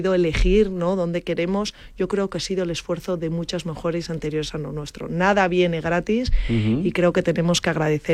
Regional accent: Asturias, Spain; yo soy asturiana

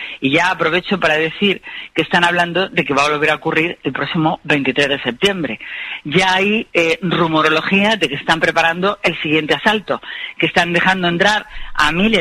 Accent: Spain; nos engañan como españoles

